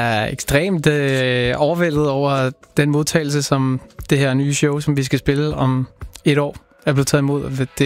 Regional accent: Copenhagen, Capital Region of Denmark, Denmark; Opvokset på Amager.

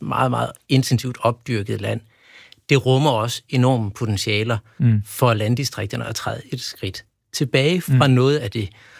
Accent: Vejle, Region of Southern Denmark, Denmark; som jeg kommer fra Vejle

